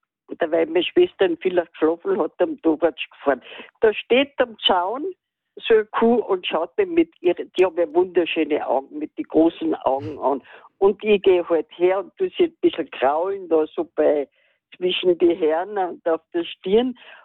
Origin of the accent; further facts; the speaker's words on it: Carinthia, Austria; Grüß Gott, die Runde. Grüß Gott. Also bin ich Kärntnerin.